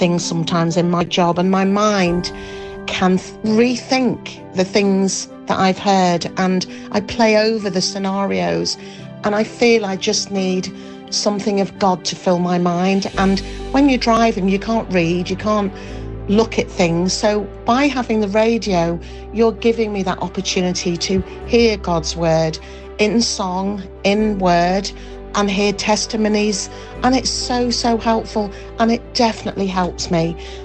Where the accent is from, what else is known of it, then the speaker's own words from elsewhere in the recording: Leeds, Yorkshire and the Humber, United Kingdom; from Leeds.